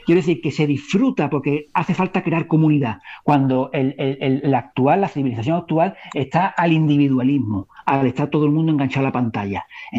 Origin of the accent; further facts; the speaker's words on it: Gerena, Andalusia, Spain; mi pueblo está más limpio que el pueblo de al lado. O sea, Gerena tiene un pueblo a 12 kilómetros y mi pueblo está más limpio